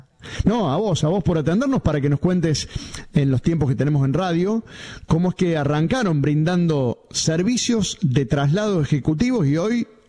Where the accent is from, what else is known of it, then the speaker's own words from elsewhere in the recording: Tucumán, Argentina; yo me crié en Tucumán y sí, siempre el sándwich, escrito así con G, de milanesa, era y es un ritual.